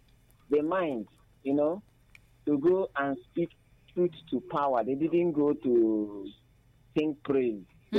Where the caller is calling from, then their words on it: Abakaliki, Ebonyi, Nigeria; I'm calling you from Abaca, Ricky.